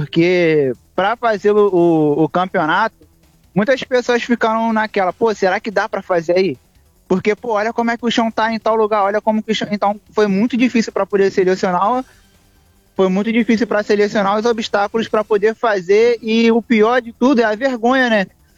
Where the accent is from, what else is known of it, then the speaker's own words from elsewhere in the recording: Cabo Frio, Rio de Janeiro, Brazil; Porém, de onde que eu sou? Eu sou de Cabo Frio.